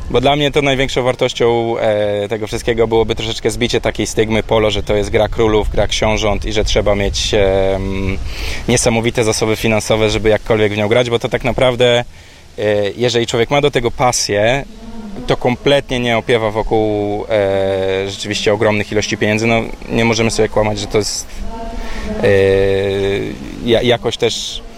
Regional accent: Gdańsk, Pomeranian Voivodeship, Poland; now in Warsaw, Poland; Dzisiaj mam, ja z Gdańska jestem, a do Warszawy dojeżdżamy cały weekend z tatą, żeby grać.

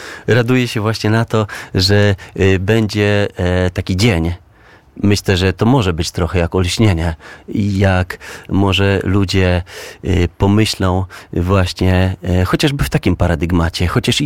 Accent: Warsaw, Masovian Voivodeship, Poland; Moje dzieciństwo to akurat na Powiślu. Od piątego roku życia na Tarchominie

